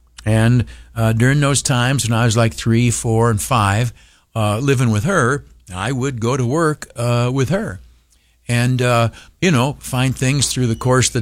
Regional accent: Canisteo, New York, United States; my hometown, Canastillo.

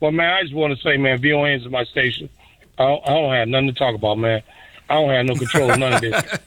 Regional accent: Chicago, Illinois, United States; now in Massachusetts, United States; I'm from Chicago all my life, all day long. But listen, I don't stay there no more. Stay in Massachusetts.

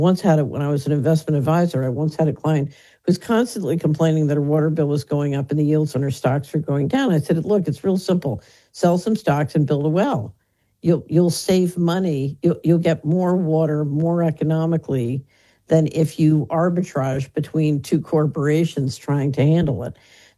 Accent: Philadelphia, Pennsylvania, United States; yeah, I grew up in West Philadelphia.

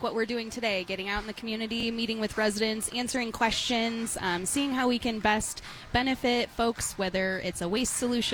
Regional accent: Elkhart, Indiana, United States; also born or lived in South Bend; now in Indianapolis, United States; So we live in Indianapolis, but I grew up in Elkhart.

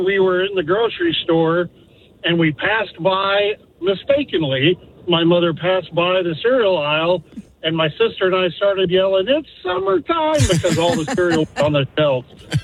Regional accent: Arlington, Texas, United States; when we were kids growing up in Arlington, Texas

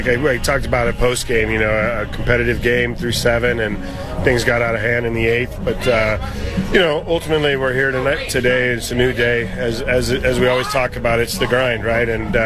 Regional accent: California, United States; moved away; I lived 15 minutes. I grew up in Angel Stadium

